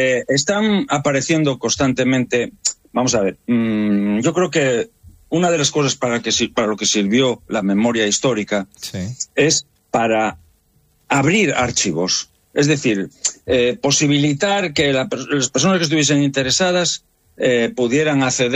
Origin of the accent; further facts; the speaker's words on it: Gijón, Asturias, Spain; Yo nací, me crié en Gijón